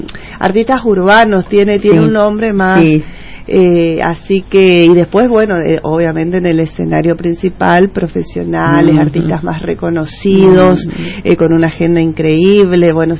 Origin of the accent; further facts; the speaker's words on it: Chaco, Argentina; el argentino y el chaqueño particularmente somos latinos